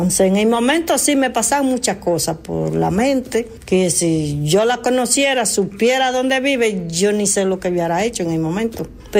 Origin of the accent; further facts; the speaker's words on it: Santo Domingo, Distrito Nacional, Dominican Republic; now in United States; De Santo Domingo, República Dominicana.